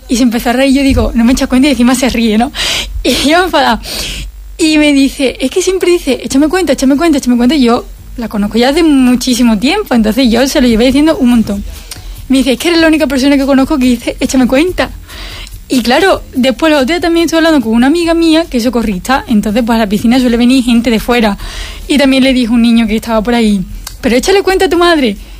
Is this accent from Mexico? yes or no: no; Lepe, Andalusia, Spain; moved away as an adult; now in Madrid, Spain; Yo soy de Lepe, soy de aquí de Huelva, pero yo hace 3 años me fui a estudiar a Madrid.